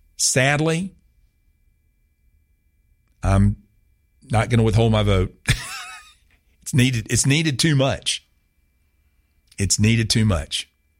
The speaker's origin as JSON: {"language": "English", "region": "the South", "country": "United States", "said": "I'm from the South. That's what a gentleman does for a lady."}